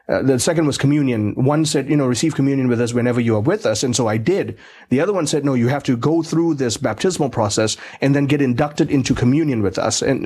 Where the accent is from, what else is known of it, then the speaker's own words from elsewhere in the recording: Malaysia; We're about four or five generations into being Malaysian, so pretty separated from the Indian heritage. And we are, like I said, nominally Catholic. And so I became an atheist from a very young age.